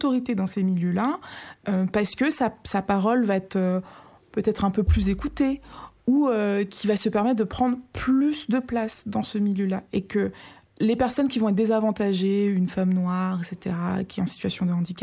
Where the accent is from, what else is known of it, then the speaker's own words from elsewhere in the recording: Republic of the Congo; d'où je viens, du Congo-Brazzaville, pour être plus précise